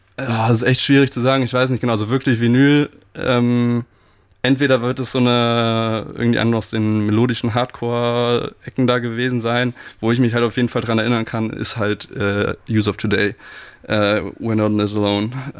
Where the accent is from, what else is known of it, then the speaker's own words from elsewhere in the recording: Rhineland-Palatinate, Germany; now in Cologne, Germany; Also ich komme aus dem Rheinland, Neuwied am Rhein unten an der Ecke, also Linz am Rhein, einmal über den Berg aus dem kleinen Dorf, da bin ich aufgewachsen